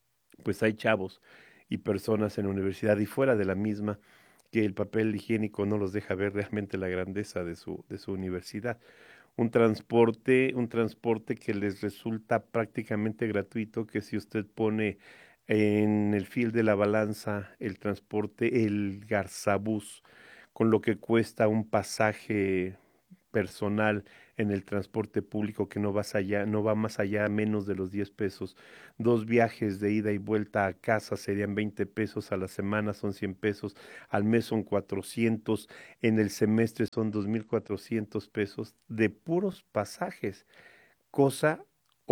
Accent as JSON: {"language": "Spanish", "region": "Hidalgo", "country": "Mexico", "said": "pero ¿qué somos como hidalguenses al tener una universidad como esta en el concierto de la educación nacional"}